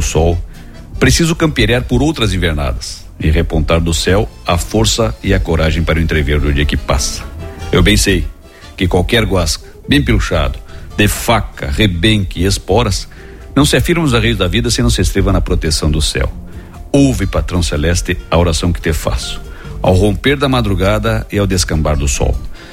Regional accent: Rio Grande do Sul, Brazil; podemos bater no peito e com orgulho dizer: eu sou gaúcho.

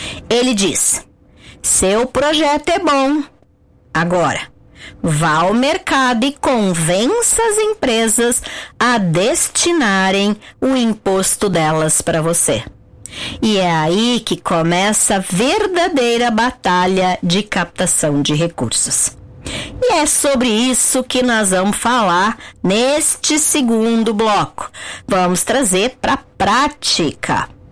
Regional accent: Rio Grande do Sul, Brazil; Vou tomar um chimarrão, porque eu sou gaúcha

